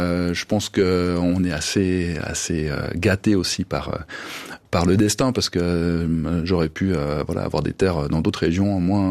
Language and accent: French; Denain, Hauts-de-France, France; Moi, je suis né à Denain. C'est là que j'ai fait ma vie.